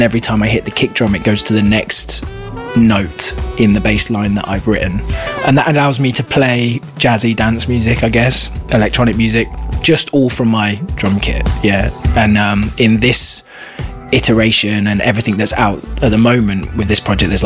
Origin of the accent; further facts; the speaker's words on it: New Forest, South East England, United Kingdom; moved away as an adult; now in London, United Kingdom; But I grew up in the New Forest. It's not a jazz scene in the New Forest. So I never had a jazz lesson. Yeah, I moved to London when I was 19.